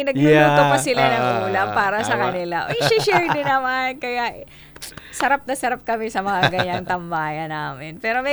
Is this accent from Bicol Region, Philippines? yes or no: yes; Tiwi, Bicol Region, Philippines; Uy, my hometown.